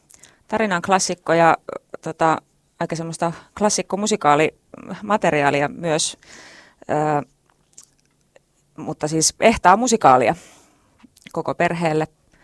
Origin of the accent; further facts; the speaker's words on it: Lahti, Päijät-Häme, Finland; moved away as an adult; now in Helsinki, Finland; mä oon Lahdesta kotoisin